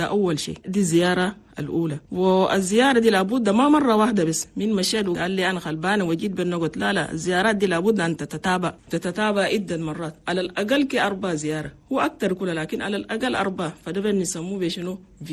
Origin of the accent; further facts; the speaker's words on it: Chad; عندنا في تشاد